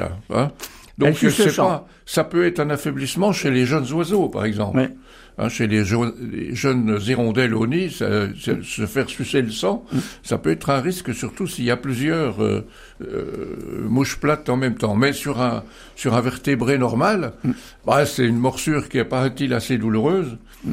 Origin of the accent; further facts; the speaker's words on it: Bourgogne-Franche-Comté, France; Chez nous, en Franche-Comté